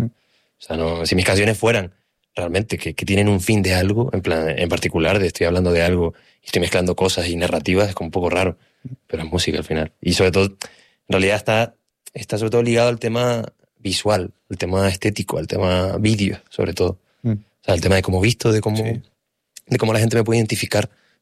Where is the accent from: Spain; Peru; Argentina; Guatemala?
Spain; Canary Islands; yo soy canario. O sea, yo he vivido toda la vida en Canarias. O sea, toda la vida.